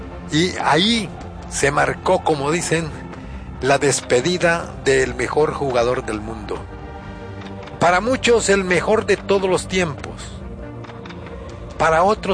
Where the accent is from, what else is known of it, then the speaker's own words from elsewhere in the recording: Honduras; moved away; Pude ver a Pelé allá en mi país hace muchísimos años, antes de que se retirara, después de ganar en el 70 en México, en un partido frente a Olimpia, en el Estadio Nacional de Tegucigalpa.